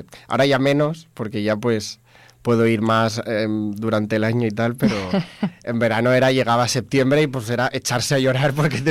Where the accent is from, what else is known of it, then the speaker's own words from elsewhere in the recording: Alcoy, Valencian Community, Spain; also born or lived in Agres; para mí significa mi pueblo, que es Agres, que es un pueblo que está en la montaña, en Alicante. Yo antes, de pequeño, vivía en Alcoy, que está al lado de Agres también, y siempre veraneábamos allí, tenemos familia allí